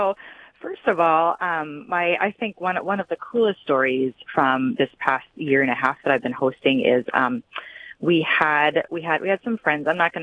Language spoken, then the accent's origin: English; Hillsboro, North Dakota, United States; I'm from Hillsboro, North Dakota.